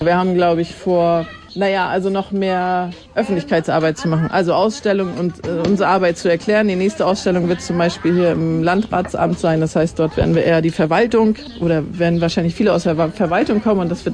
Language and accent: German; Northern Germany, Germany; Ich komme aus dem Norden, also die ist komplex.